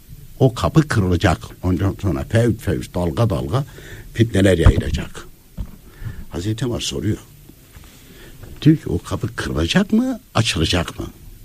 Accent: Konya, Turkey; kendim Konyalıyım

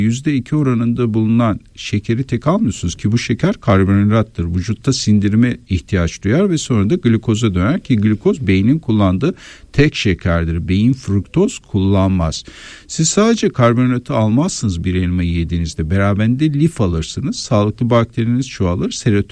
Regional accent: Şanlıurfa, Turkey; born there; moved away; benim memleketim Güneydoğu, Urfa bölgesi.

